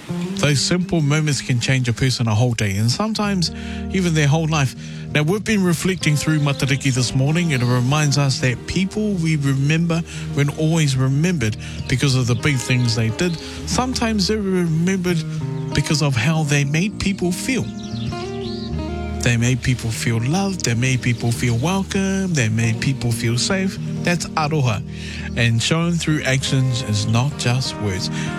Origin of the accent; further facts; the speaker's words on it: Christchurch, Canterbury, New Zealand; I'm from Christchurch.